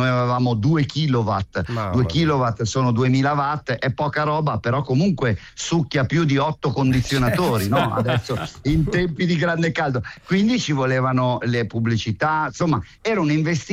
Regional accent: Metanopoli, Lombardy, Italy

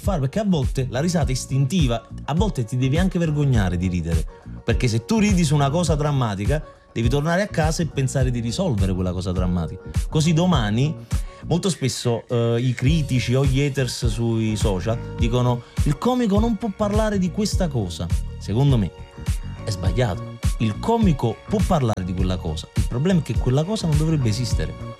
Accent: Naples, Campania, Italy

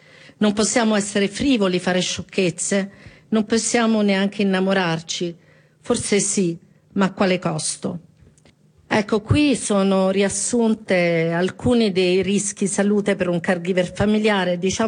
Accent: Tuscany, Italy; però vengo dalla Toscana, mi sono fatta il viaggio.

